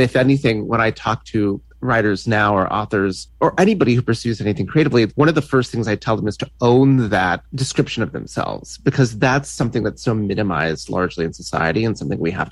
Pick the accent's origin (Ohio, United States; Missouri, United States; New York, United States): Ohio, United States; Cincinnati; moved away; back in Cincinnati, Ohio, where I grew up